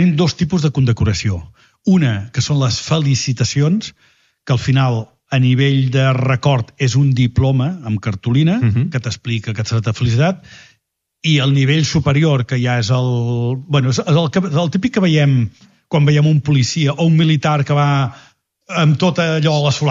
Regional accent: Mataró, Catalonia, Spain; Són la festa major de la Mercè, que sóc de Mataró.

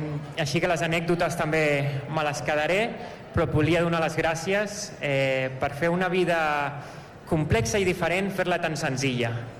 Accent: Badalona, Catalonia, Spain; born there; also born or lived in United States; vaig veure que vaig néixer a Badalona, vaig néixer a Can Ruti.

